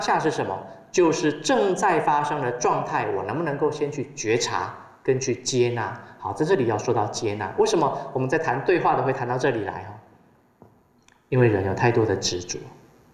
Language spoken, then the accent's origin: Chinese; Taiwan; 我们都会讲台语